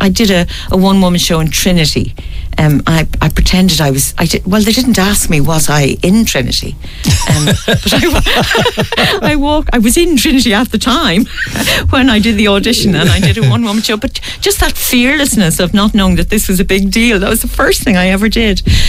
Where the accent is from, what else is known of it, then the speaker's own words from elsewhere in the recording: Ireland; and as Irish people, we always try to find out, has somebody actually been to that? Did you like it? You know, we're very good at that.